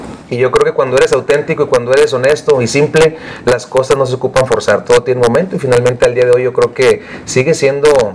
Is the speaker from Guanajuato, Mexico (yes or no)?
no; Mazatlán, Sinaloa, Mexico; yo vibraba desde muy pequeño la música sinaloense. Soy de Mazatlán